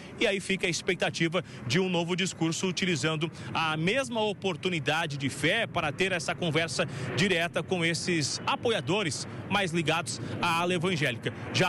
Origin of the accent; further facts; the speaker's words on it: Cuiabá, Mato Grosso, Brazil; Eu que sou de Mato Grosso, lá de Cuiabá, um sol que arde, como diz, rachar mamona.